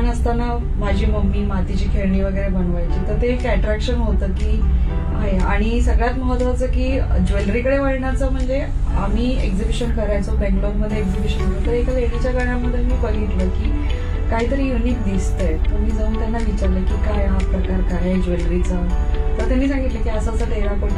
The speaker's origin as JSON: {"language": "Marathi", "town": "Kolhapur", "region": "Maharashtra", "country": "India", "moved": "yes", "lives_now": "Mumbai, India", "said": "मी कोल्हापूरची आहे"}